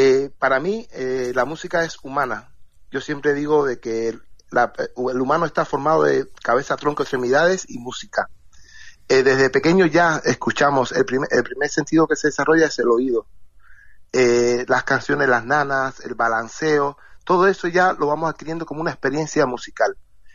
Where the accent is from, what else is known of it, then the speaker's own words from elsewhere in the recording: Cuba; No conozco la isla y tiene que ver mucho con mi tierra, según dicen, con el tema de Cuba, que os parece mucho, o nosotros parecemos a vosotros.